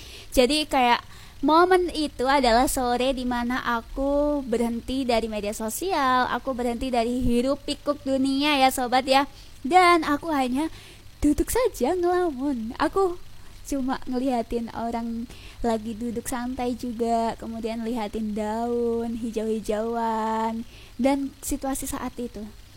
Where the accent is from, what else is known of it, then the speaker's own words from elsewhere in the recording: Lamongan, East Java, Indonesia; Selain itu ya, Lamongan kan banyak sawah ya sobat ya. Kebetulan di desa aku juga ada deket sawah.